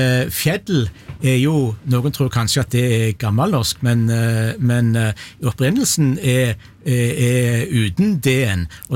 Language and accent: Norwegian; Egersund, Rogaland, Norway; men i Egersund, der jeg kommer ifra